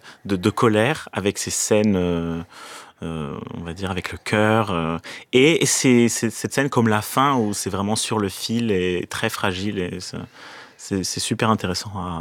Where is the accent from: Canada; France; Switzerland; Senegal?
France; je suis français